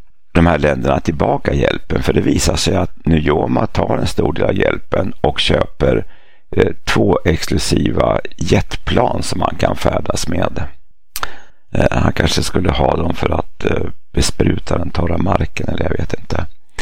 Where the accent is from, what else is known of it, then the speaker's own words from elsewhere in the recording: Namibia; det är bara minnen från min uppväxt i Sydvästafrika